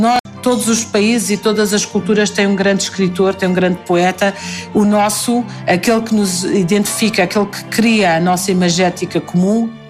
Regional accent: Portugal; quem viaja como eu e que anda por muitos mundos como português

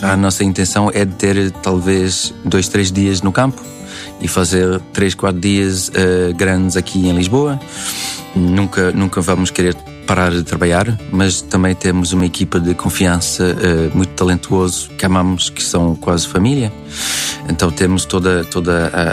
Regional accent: Montreal, Quebec, Canada; Cresci ao lado de português, que era o bairro mais acima de onde eu cresci. e íamos lá sempre para comer frango piripiri, comer pastéis de nata, e eu acho que em Montreal, que é ainda mais multicultural

